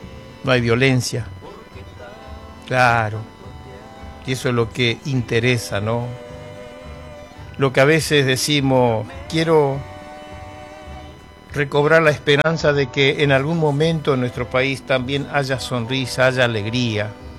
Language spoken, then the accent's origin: Spanish; Buenos Aires, Argentina; Yo me crié en Buenos Aires, entre los tangos, rock and roll. Hablo italiano, sí, 9 años con los tanos.